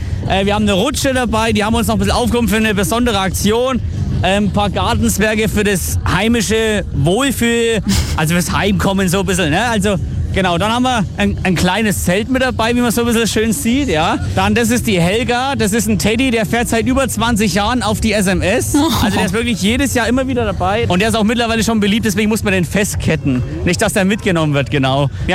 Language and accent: German; Bavaria, Germany; Wir kommen aus dem Landkreis Hof.